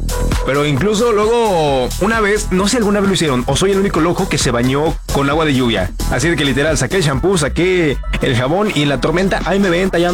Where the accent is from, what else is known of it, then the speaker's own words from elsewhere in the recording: Puebla, Mexico; una tormenta allá en Puebla, allá en su casa de donde soy originario, se voló una lámina bien loco.